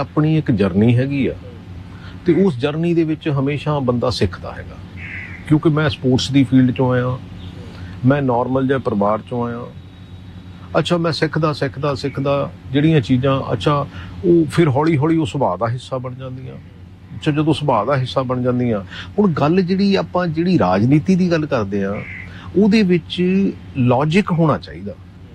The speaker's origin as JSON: {"language": "Punjabi", "region": "Punjab", "country": "India", "said": "ਪੰਜਾਬੀ ਵੀ feel proud ਕਿ ਹਾਂ ਵੀ ਅਸੀਂ ਪੰਜਾਬੀ ਹਾਂ"}